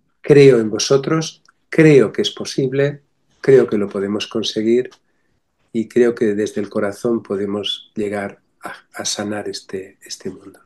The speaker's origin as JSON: {"language": "Spanish", "region": "Extremadura", "country": "Spain", "said": "Soy extremeño profundo, pero no se nota."}